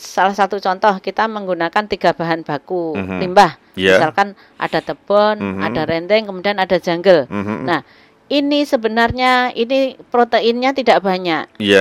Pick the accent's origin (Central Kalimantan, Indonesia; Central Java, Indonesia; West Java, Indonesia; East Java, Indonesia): East Java, Indonesia; Nganjuk; born there; Saya lahir di Nganjuk.